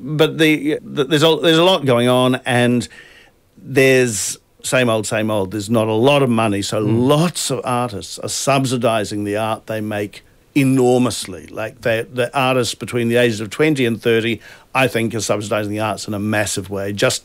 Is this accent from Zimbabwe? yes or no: no; New Zealand; born or raised there